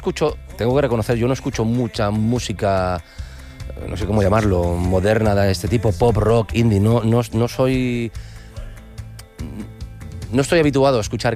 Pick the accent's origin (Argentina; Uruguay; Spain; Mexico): Spain; Valencian Community; venimos de Valencia, Naranjos, mi familia tenía tierras con Naranjos.